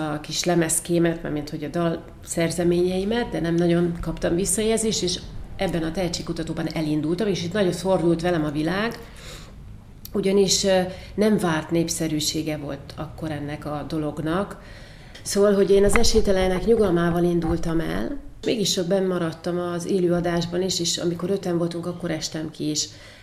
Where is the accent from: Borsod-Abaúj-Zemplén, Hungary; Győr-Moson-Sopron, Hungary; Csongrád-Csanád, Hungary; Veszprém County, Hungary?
Borsod-Abaúj-Zemplén, Hungary; Miskolc; moved away; Én alapvetően Miskolcról jöttem, 82-ben születtem